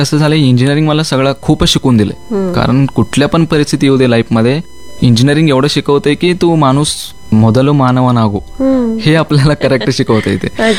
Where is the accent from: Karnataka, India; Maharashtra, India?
Karnataka, India; Chandur; मी चायनाला जाऊपर्यंत मी चंदूरचा आहे म्हणून कोणाला माहीत नव्हतं.